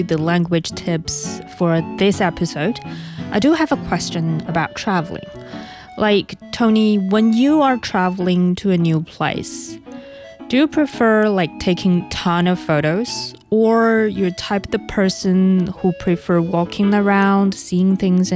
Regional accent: northern China, China; accent: northern; my northern accent got mixed up in here.

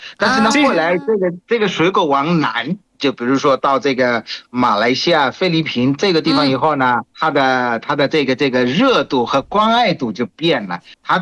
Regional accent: Bangladesh; Chinese is a second language; 是广西有个很漂亮的民族，跟我们那个孟加拉的游牧民一样的，他是生活在船上面

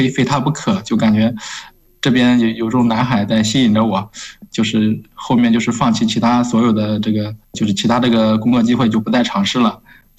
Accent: Luoyang, Henan, China; also born or lived in Shanghai; now in Xisha Islands, China; 我是河南洛阳人。

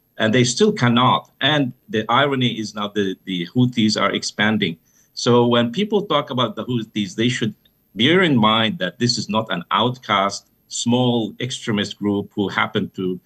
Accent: Iraq; I'm not Yemeni. I'm from Iraq.

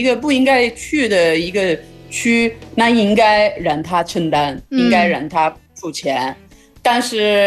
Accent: Italy; Chinese is a second language; 来自意大利。

